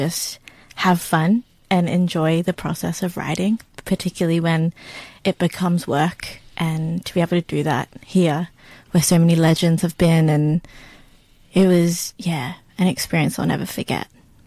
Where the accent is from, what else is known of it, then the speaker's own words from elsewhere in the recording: New South Wales, Australia; So growing up on Darug country was big important part of who I am and my identity as well, and being in between, I guess, from the mountains to the sea